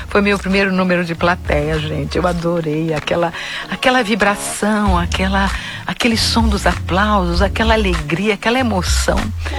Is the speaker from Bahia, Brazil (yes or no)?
no; São Paulo, Brazil; also born or lived in Rio de Janeiro / Curitiba; Sim, nasci no Rio de Janeiro, fui pequenininha para Curitiba, fiquei até 4 anos lá e vim para São Paulo. Então, eu fiquei dos 5 aos 18 anos aqui em São Paulo.